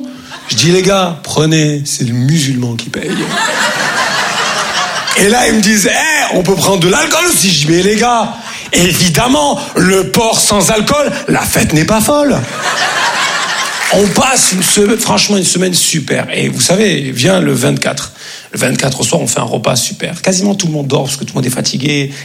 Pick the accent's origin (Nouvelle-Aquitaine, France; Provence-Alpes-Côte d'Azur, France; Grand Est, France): Grand Est, France; Comme on dit chez nous, en Lorraine.